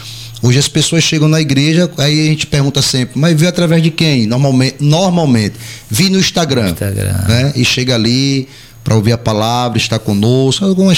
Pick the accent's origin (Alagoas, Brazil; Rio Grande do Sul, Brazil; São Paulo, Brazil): Alagoas, Brazil; Maceió; moved away as an adult; now in Penedo, Brazil; sou natural de Maceió, mas me sinto mais penedense do que maceioense.